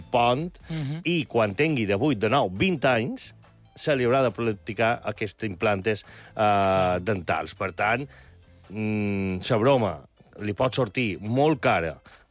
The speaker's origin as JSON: {"language": "Catalan", "town": "Inca", "region": "Balearic Islands", "country": "Spain", "tie": "born there", "said": "Jo soc nascut a Inca"}